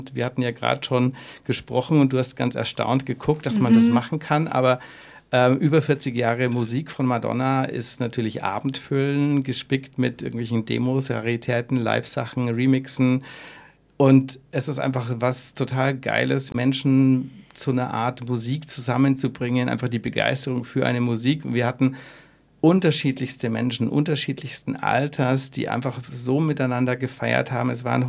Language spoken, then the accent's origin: German; Fürth, Bavaria, Germany; now in Nuremberg, Germany; Ich bin eigentlich gebürtiger Fürther. Und bin aber jetzt in Nürnberg lebend seit 2004